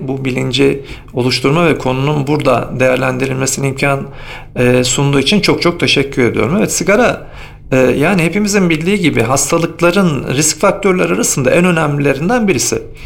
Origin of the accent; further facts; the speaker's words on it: Afyonkarahisar, Turkey; also born or lived in Ankara; Bunu sadece bir Afyonkarahisarlı olarak ben söylemiyorum. Hemşehrilerim biliyorlardır herhalde, uzun dönem Ankara'da da merkezi idarelerde görev yaptığımızdan